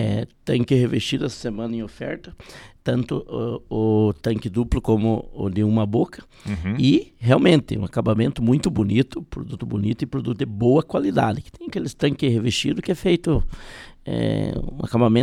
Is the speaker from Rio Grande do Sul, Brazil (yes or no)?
yes; Rio Grande do Sul, Brazil; now in Paraná, Brazil; eu sou gaúcho também, aqui na nossa região